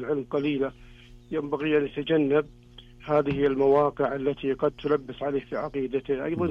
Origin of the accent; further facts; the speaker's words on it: Saudi Arabia; ونشيد ولله الحمد في بلادنا المملكة العربية السعودية، من الابتدائي إلى المتوسط والثانوي والجامعات كلها يعني تدرس العقيدة السليمة